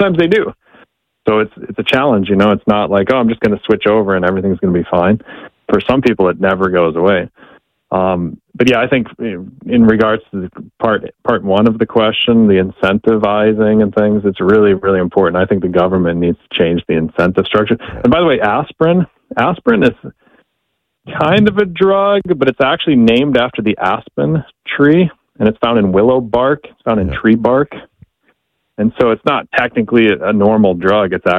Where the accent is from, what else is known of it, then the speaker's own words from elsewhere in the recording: Minnesota, United States; I grew up in Minnesota.